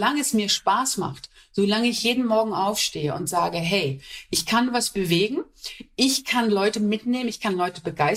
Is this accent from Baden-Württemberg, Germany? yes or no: no; Essen, North Rhine-Westphalia, Germany; born there; Und ich bin in Essen geboren, ich komme aus dem Ruhrpott.